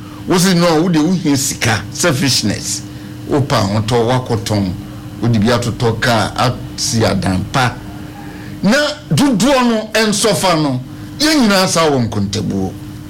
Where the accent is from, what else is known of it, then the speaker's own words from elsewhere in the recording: Ghana; Once we are not English people, we are Ghanaians, and we don't have a Ghanaian language.